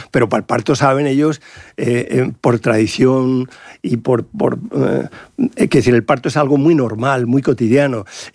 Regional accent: Madrid, Community of Madrid, Spain; now in Salamanca, Spain; yo soy madrileño y ahora estoy adoptado en Salamanca por la cátedra, ¿no? Pero vengo aquí feliz.

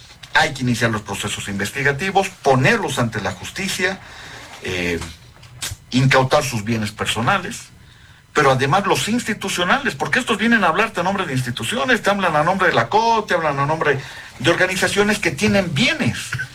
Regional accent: Cochabamba, Bolivia; la gente dice en Cochabamba, que es de donde yo vengo

